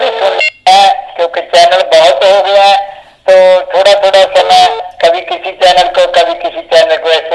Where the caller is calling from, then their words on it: Mansa, Punjab, India; मैं bus stand मानसा पंजाब से … बोल रहा हूँ जी।